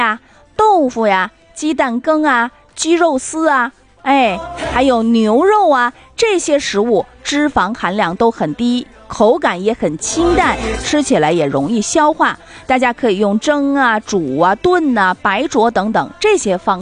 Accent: Northeast China, China; 我们东北人愿意吃凉拌菜哈

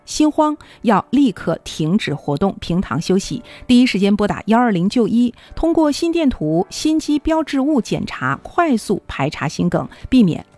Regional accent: Harbin, Heilongjiang, China; 对于咱们哈尔滨人来说呀

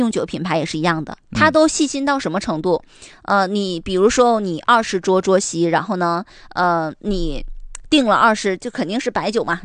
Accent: Northeast China, China; now in Harbin, China; 我们东北人比较热情好客

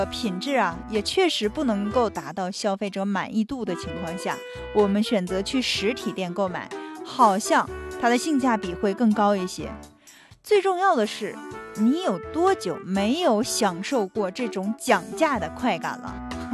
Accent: Harbin, Heilongjiang, China; 作为哈尔滨人哈、本地人

